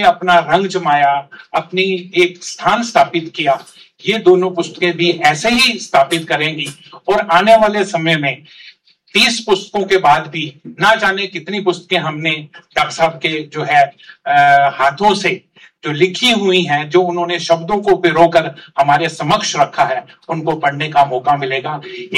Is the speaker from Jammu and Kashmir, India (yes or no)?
yes; Jammu and Kashmir, India; now in Ambala, India; मैं कश्मीर में जन्मा हूं और उर्दू मैंने स्कूल में पढ़ी है, हिंदी मैंने घर में पढ़ी है। कई बार मेरा उच्चारण भी हिंदी में गलत होता है